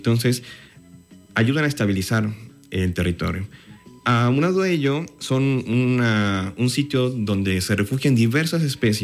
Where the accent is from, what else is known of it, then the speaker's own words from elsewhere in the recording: Alvarado, Veracruz, Mexico; aunque soy de Alvarado, ¿no? Soy alérgico.